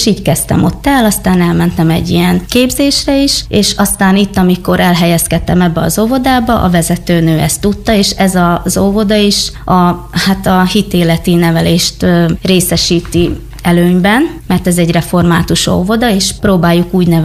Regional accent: Zakarpattia Oblast, Ukraine; now in Hungary; mert én Kárpátaljáról jöttem, és más szokásaim vannak, másképp éltük a hétköznapjainkat, másképp is beszélek

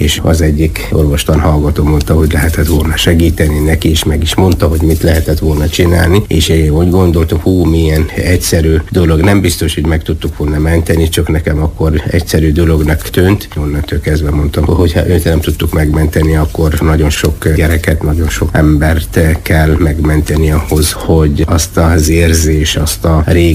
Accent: Yemen; Hungarian is a second language; moved away as an adult; now in Hungary; Jemenben egy kis faluban nevelkedtem. Ilyen 120 km a Jemen második legnagyobb városától fekszik. Ott szereztem meg az általános iskolai végzettségem.

